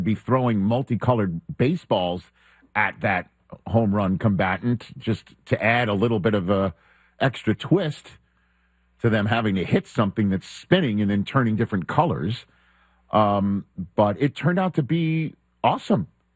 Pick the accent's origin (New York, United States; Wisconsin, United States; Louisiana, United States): New York, United States; New York City; I'm from New York City that's just up, you know, the Acela, that's just up the Turnpike.